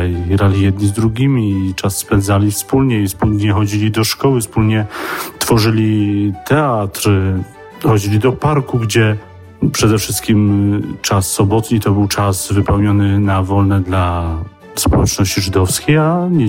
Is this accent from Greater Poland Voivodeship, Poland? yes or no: no; Wadowice, Lesser Poland, Poland; jak nazywamy to u nas, w Wadowicach